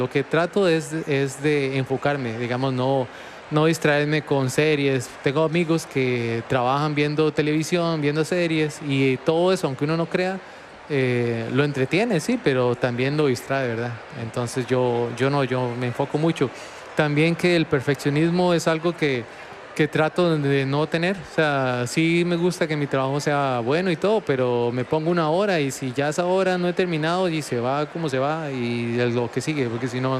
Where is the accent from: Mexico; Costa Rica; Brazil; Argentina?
Costa Rica; no, que yo soy tico